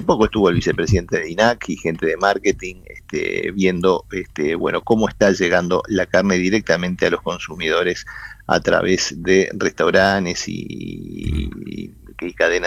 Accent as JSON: {"language": "Spanish", "country": "Uruguay"}